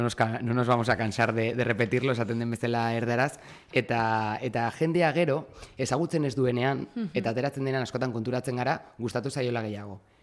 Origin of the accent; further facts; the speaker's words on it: Irun, Basque Country, Spain; Hau begira, ba, Irundarra naiz, orain dela mar urte